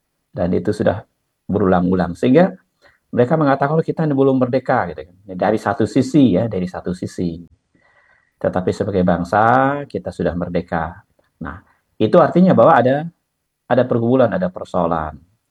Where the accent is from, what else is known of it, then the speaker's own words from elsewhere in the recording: Bonti, West Kalimantan, Indonesia; di kampung saya, di daerah Bonti